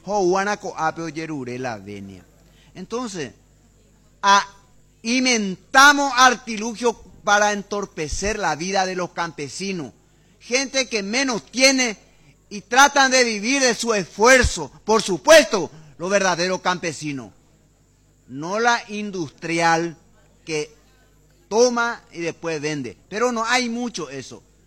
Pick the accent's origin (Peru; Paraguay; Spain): Paraguay